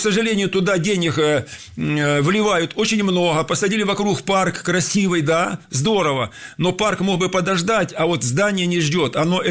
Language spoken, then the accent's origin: Russian; Lizinovo, Voronezh Oblast, Russia; Но есть уникальная жемчужина архитектуры в моем родном селе Лизиново Карасшанского района.